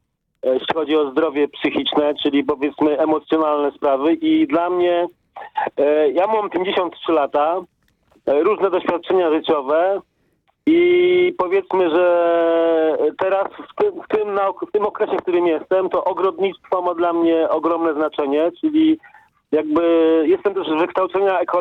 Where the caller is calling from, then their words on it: Gdańsk, Pomeranian Voivodeship, Poland; jestem wolontariuszem w takiej fundacji Maja u nas w Gdańsku.